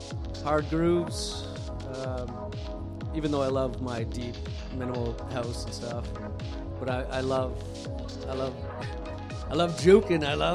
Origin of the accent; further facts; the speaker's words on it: Windsor, Ontario, Canada; I'm trying to bring other acts, bigger acts, into my hometown Windsor, into Canada.